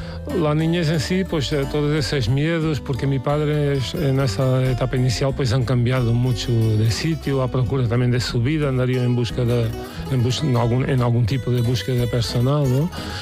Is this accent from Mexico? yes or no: no; Ferreira do Alentejo, Alentejo, Portugal; Spanish is a second language; moved away; also born or lived in near Lisbon; el pueblo donde he vivido, o la origen de mi familia paterna, se llama Ferreira do Alentejo.